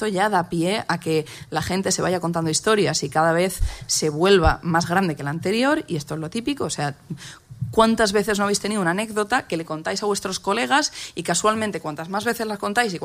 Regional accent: Valencia, Valencian Community, Spain; born there; also born or lived in Burgos

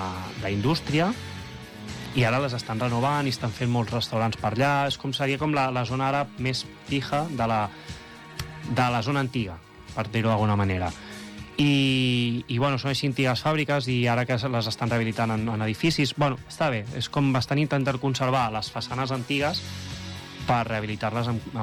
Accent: Catalonia, Spain; com a catalans

